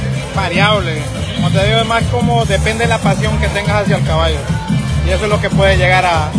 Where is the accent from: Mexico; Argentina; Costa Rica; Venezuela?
Costa Rica; now in La Unión, El Salvador; Costa Rica, yo soy entrenador, soy de Costa Rica, pero el rancho está aquí en La Unión.